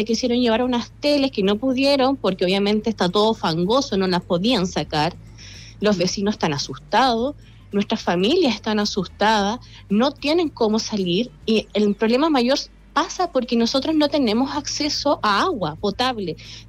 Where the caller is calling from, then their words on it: Rinconada, Valparaíso, Chile; yo soy de Rinconada de los Andes, ¿ya? De la comunidad de Valle Escondido. Esto se encuentra detrás del santuario de Auco, en la parte de los cerros.